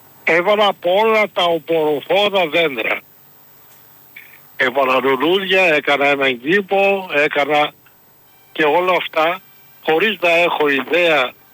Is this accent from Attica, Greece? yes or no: no; Thessaloniki, Central Macedonia, Greece; now in Michaniona, Greece; Είμαι θεσσαλονικιός, παιδί του Βαρδαρίου. Βρέθηκα όμως στη Μηχανιώνα λόγω συστήου.